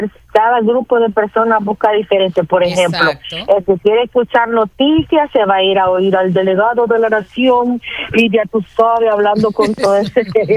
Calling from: El Salvador; yo soy salvadoreña.

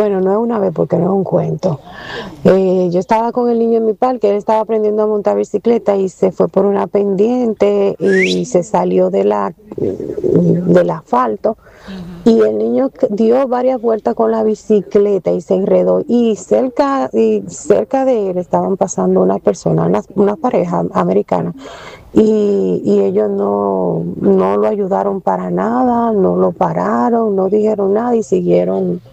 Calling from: Dominican Republic; nosotros como dominicanos tenemos instinto de querer ayudar por todo y por nada.

